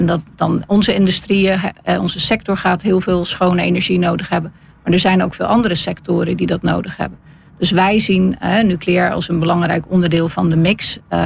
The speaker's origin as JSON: {"language": "Dutch", "town": "Goes", "region": "Zeeland", "country": "Netherlands", "tie": "born there", "said": "Geboren in Goes, ja."}